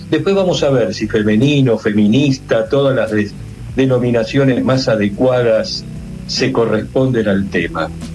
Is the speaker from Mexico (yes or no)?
no; Argentina; que tanto nos atraviesan como argentinos como argentinas.